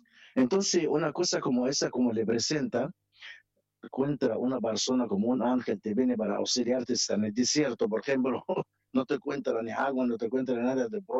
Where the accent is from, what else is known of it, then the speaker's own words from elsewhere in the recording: Egypt; Spanish is a second language; moved away as an adult; now in Termas de Río Hondo, Argentina; Soy de Egipto.